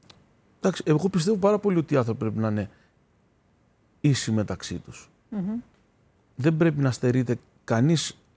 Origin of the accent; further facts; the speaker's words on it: Tashkent, Uzbekistan; now in Greece; Όταν ήρθαμε λοιπόν από την Τασκένδη, αυτά που ήρθαμε μαζί μας, από όλα τα υπάρχοντα που μπορούσαμε να φέρουμε, ήταν δύο πιάνα.